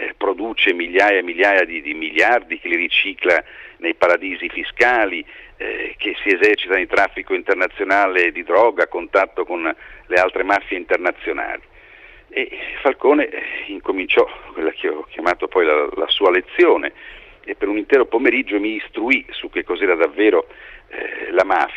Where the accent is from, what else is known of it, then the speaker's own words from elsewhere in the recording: Milan, Lombardy, Italy; un po' proprio da milanese, quindi un po' scettico